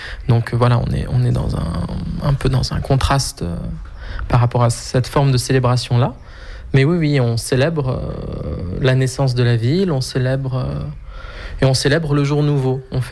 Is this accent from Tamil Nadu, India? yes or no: yes; Auroville, Tamil Nadu, India; Je suis pas né ici parce que je suis né à Jaima, qui est une autre communauté d'Auroville, et puis j'ai vécu mon enfance à Dana, qui est encore une autre communauté. Et ma mère s'est installée ici à Grace il y a un peu moins de 10 ans